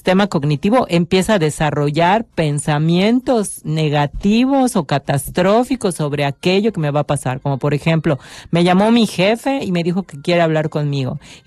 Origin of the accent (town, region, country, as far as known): Yucatán, Mexico